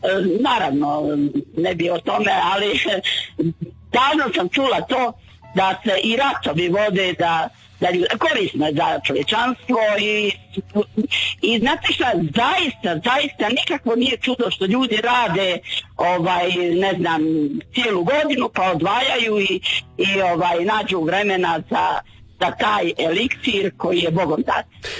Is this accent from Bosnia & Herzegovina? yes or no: yes; Sarajevo, Bosnia & Herzegovina; now in Kaštel, Croatia; A ima u 92. kad smo došli iz Sarajeva, u Kaštel, ima jedna u Dalmaciji izreka koju sam čula